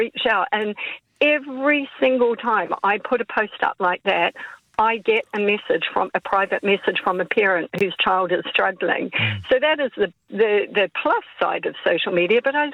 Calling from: New Zealand; I'm from down under, I'm from New Zealand

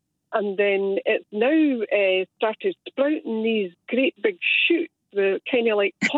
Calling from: Edinburgh, Scotland, United Kingdom; I have a relatively small garden in Edinburgh.

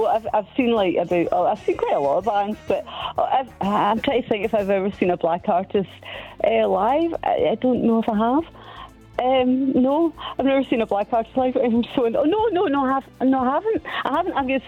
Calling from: Scotland, United Kingdom

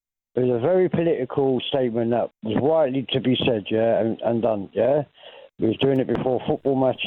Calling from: England, United Kingdom; I'm English

